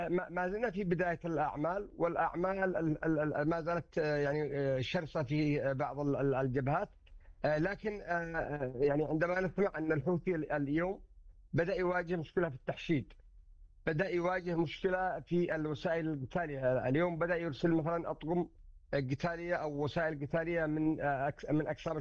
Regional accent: Yemen

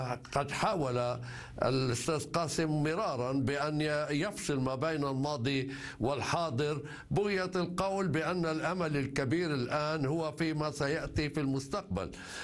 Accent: Lebanon; نحن كلبنانيين

